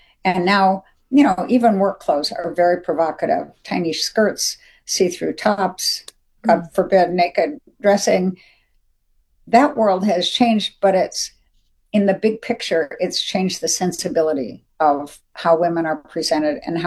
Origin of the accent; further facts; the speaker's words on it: Dayton, Ohio, United States; born there; Yep, coming home to my roots, my roots. My yeah, I was born in Dayton.